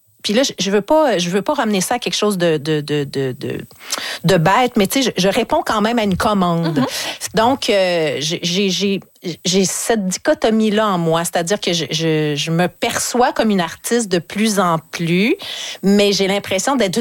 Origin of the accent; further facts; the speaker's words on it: Quebec City, Quebec, Canada; Oui, moi, je viens de la ville de Québec, Charlebourg.